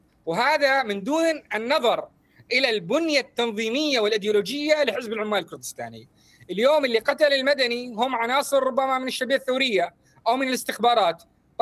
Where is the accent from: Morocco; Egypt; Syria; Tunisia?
Syria; وهاي قريتي على فكرة.